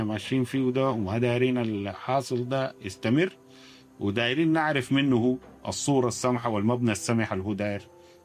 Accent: Sudan; إحنا كسودانيين

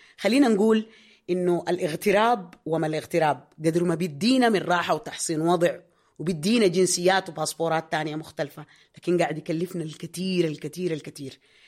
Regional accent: Sudan; بلدنا الحنين والحلو السودان.

